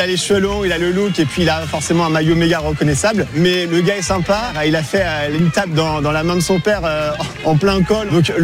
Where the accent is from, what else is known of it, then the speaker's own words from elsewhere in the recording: Pays de la Loire, France; je viens du Maine-et-Loire, je suis le sosie de Quinn Simmons. J'ai 27 ans